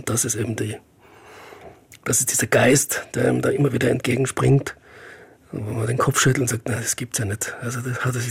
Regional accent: Innsbruck, Tyrol, Austria; Ja, jetzt als Innsbrucker gesprochen

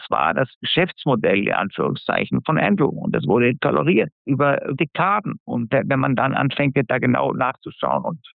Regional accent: Germany; weil ich Deutscher bin.

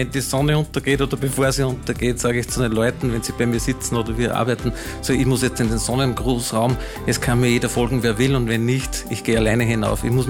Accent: Austria; now in Carinthia, Austria; wir sind aus Oberösterreich und aus Niederösterreich, wir beide.

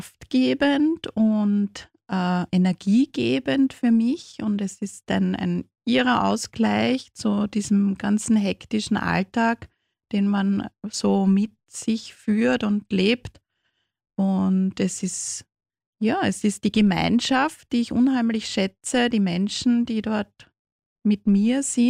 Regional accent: Vienna, Austria; now in Burgenland, Austria; ich bin in Wien aufgewachsen, ein bisschen pfarrfremd oder glaubenfremd. Es ist nicht so unterstützt worden oder gefördert worden daheim. Und dann kam ich ins Burgenland und habe hier Fuß gefasst.

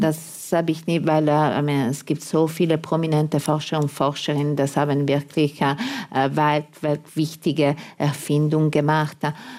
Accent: Italy; German is a second language

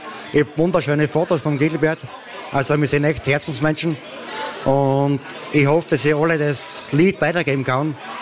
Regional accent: Austria; moved away; Und ich bin da aufgewachsen in Breding

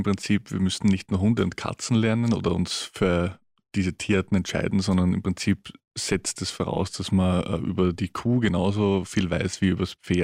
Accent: Loreto, Burgenland, Austria; also born or lived in Mödling / Gumpoldskirchen; Genau, also wir sind geboren eigentlich in Mödling, dann mit Umzug zuerst Gumpoldskirchen, dann nach, also das Haus steht irgendwo in Loreto, gehört aber eigentlich zu Leiterbrodersdorf.

